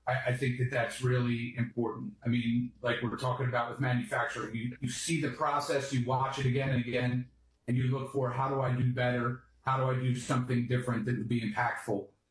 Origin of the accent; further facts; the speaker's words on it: Upper Darby, Pennsylvania, United States; My family's from outside of West Philadelphia in Upper Darby.